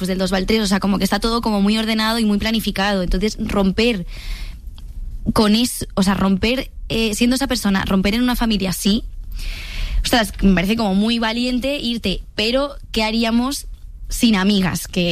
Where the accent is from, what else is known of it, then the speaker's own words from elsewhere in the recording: Valencia, Valencian Community, Spain; also born or lived in Argentina; Me fui, pues eso, yo soy de Valencia, estaba estudiando allí interpretación, teatro musical